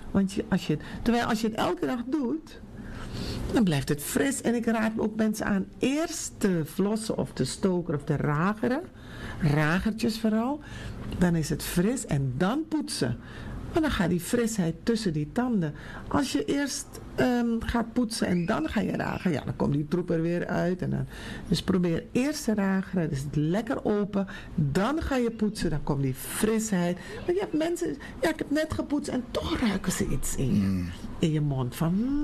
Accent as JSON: {"language": "Dutch", "country": "Suriname", "moved": "yes", "lives_now": "Amsterdam, Netherlands", "said": "Ik ben zelf Surinamer. Ik woon zelf in de Bijlmer. Ik werk in de Bijlmer."}